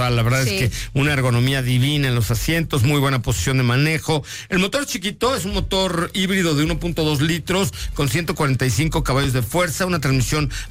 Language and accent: Spanish; Mexico City, Mexico; born there; italiano sí, porque nací en la colonia Roma, y soy inglés porque nací en la clínica Londres.